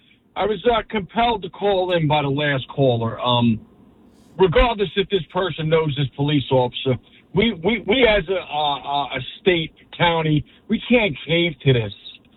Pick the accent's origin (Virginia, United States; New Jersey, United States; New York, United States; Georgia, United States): New Jersey, United States; moved away as an adult; I love my home state of New Jersey. I was active duty for 26 years. I moved back here. I came back to New Jersey after I retired.